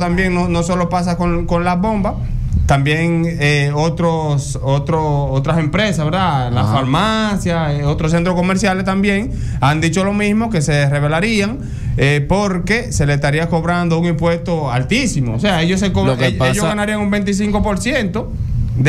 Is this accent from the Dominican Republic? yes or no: yes; Tamayo, Bahoruco, Dominican Republic; yo soy de Tamayo.